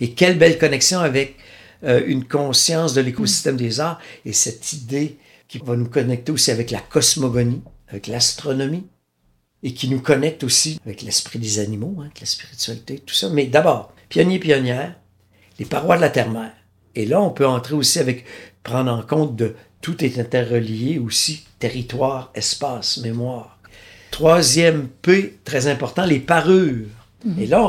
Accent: Wendake, Quebec, Canada; chez nous, à Wendake

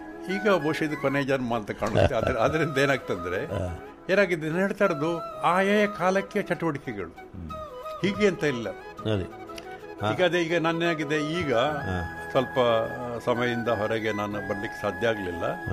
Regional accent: Karnataka, India; born there; ಸ್ಥಳೀಯವಾಗಿ ನನಗೆ ಬೇರುಗಳು ಗಟ್ಟಿವೆ, ಮಂಗಳೂರಿನವರು ನಾನು

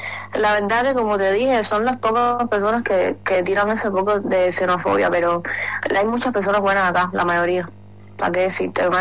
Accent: Cuba; moved away as an adult; now in Uruguay; soy cubana

